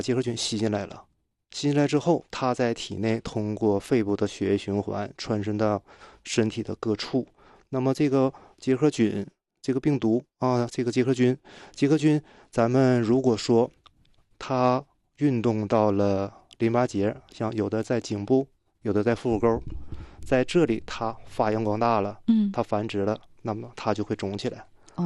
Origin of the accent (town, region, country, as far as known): Northeast China, China